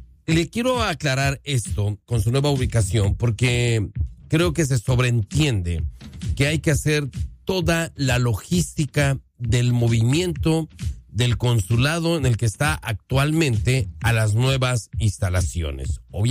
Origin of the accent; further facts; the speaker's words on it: Mexico; moved away; nosotros como mexicanos